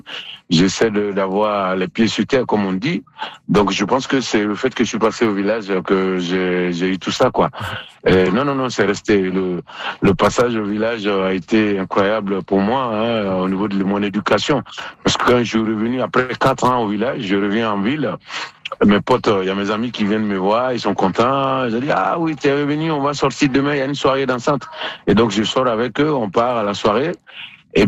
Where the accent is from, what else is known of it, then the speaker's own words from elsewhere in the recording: Côte d’Ivoire; Les gens m'ont demandé d'où je viens, j'ai dit Côte d'Ivoire, ils ne savaient pas où était la Côte d'Ivoire. Mais quand je dis je viens du même pays